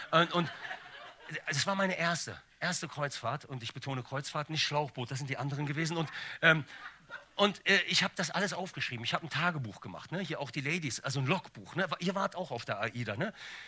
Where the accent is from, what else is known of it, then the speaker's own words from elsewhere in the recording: Bonn, North Rhine-Westphalia, Germany; Leute, ich komme original aus dem Ghetto, aus von Tannenbusch.